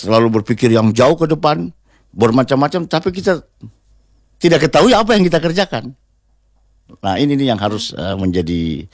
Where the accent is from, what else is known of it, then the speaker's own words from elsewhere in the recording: Kendari, Southeast Sulawesi, Indonesia; born there; Nah, lahir di Kendari.